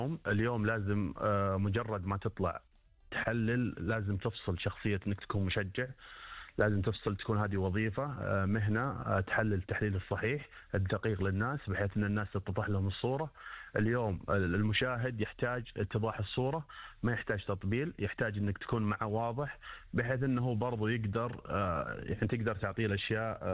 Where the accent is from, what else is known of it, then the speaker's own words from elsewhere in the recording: Saudi Arabia; عندنا في المملكة العربية السعودية